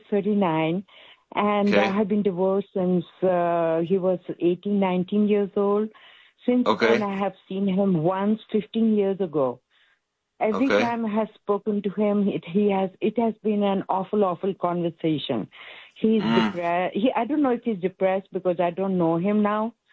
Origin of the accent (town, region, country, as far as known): India; now in Chicago, United States